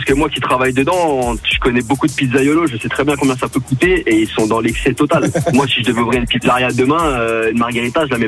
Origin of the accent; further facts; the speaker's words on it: Lyon, Auvergne-Rhône-Alpes, France; Je suis de Lyon, moi.